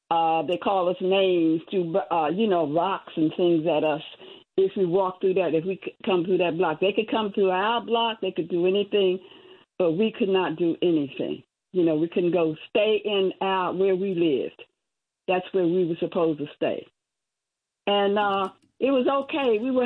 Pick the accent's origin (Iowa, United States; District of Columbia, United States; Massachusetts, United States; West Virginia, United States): District of Columbia, United States; Washington; born there; Now, I was born in Foggy Bottom. Now, I think they consider it as Georgetown now, but when I was born over there, it was the bottom and where black people live, okay?